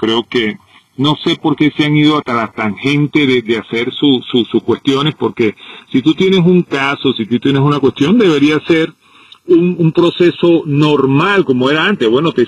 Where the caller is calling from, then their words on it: Sweetwater, Florida, United States; Bueno, yo estoy para la parte de Sweetwater, ¿verdad? Un poquito más arriba de Flagler.